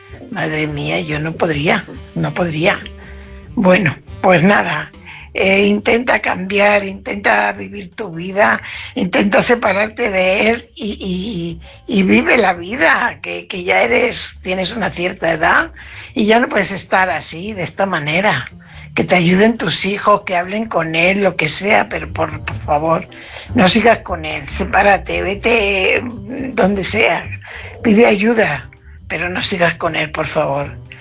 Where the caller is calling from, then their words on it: Fuenlabrada, Community of Madrid, Spain; corresponsal de Fuenlabrada.